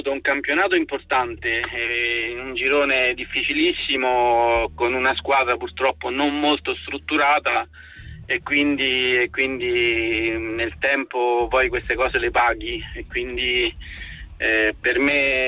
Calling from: Rome, Lazio, Italy; io sono di Roma e faccio il dentista tra Roma e la provincia di Macerata

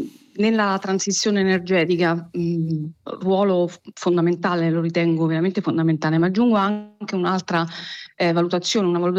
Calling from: Rome, Lazio, Italy; sono di Roma e viaggio con i mezzi pubblici

